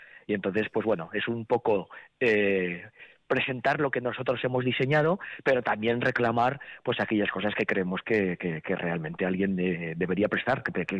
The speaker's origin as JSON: {"language": "Spanish", "town": "Salou", "region": "Catalonia", "country": "Spain", "tie": "born or raised there", "said": "Pues fíjate que yo el único contacto que tenía con el mundo rural, mi pueblo era Salou, o sea que no tenía nada que ver con el mundo rural, de verdad."}